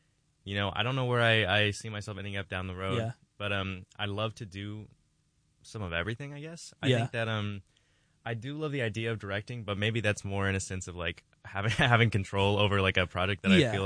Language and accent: English; Colorado Springs, Colorado, United States; I'm from Colorado Springs, Colorado.